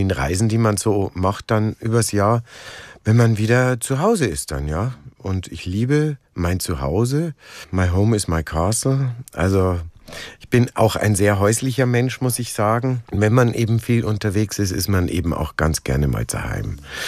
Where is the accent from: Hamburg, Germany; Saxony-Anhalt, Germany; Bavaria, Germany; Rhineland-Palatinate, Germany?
Bavaria, Germany; Munich; born there; Ich bin ja gebürtiger Münchner und lebe auch nach wie vor dort. Ich liebe München.